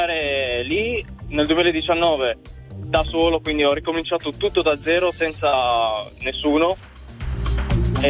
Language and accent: Italian; Bari, Apulia, Italy; moved away as an adult; now in Ferrara, Italy; subito dopo gli esami di Stato mi sono dovuto trasferire da Bari, perché io sono originario di Bari, a Ferrara per lavoro.